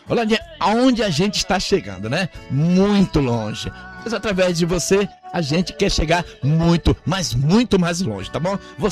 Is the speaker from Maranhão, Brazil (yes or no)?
yes; Maranhão, Brazil; now in Roraima, Brazil; Eu também sou lá do Maranhão, né, Matheus?